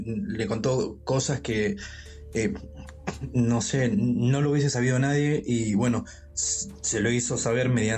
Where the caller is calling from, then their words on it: Monte Grande, Buenos Aires Province, Argentina; De zona sur, de acá de Monte Grande.